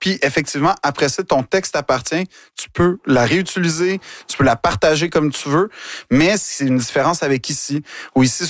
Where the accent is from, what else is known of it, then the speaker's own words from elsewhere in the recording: Quebec, Canada; Quand je dis que je suis Québécois jusqu'au bout des doigts, mais c'est je le sens à tous les jours.